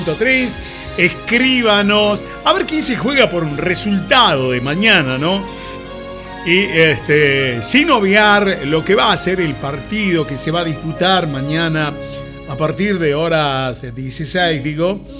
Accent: Argentina

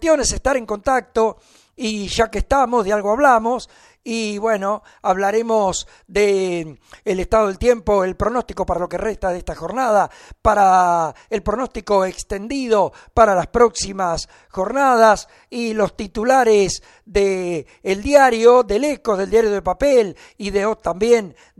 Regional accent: Argentina; somos argentinos, no suecos

